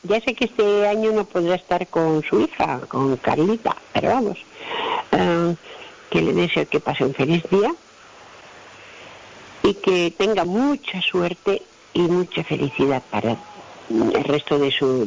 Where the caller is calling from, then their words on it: Palma, Balearic Islands, Spain; Hola, Manu. … de Palma.